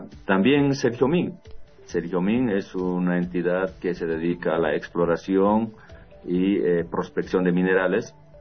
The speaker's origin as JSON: {"language": "Spanish", "country": "Bolivia", "said": "todos los bolivianos"}